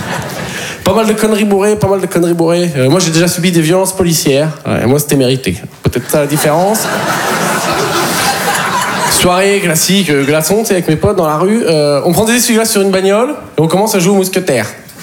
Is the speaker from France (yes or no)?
yes; Poitiers, Nouvelle-Aquitaine, France